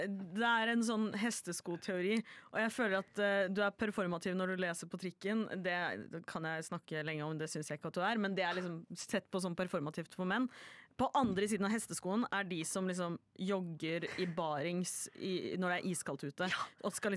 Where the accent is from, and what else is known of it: Oslo, Norway